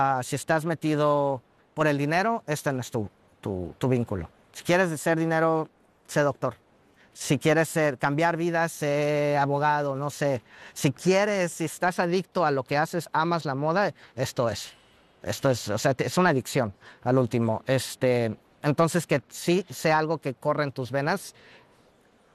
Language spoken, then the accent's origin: Spanish; Mexico; born there; Yo tengo mucho amor a México, porque yo nací en México.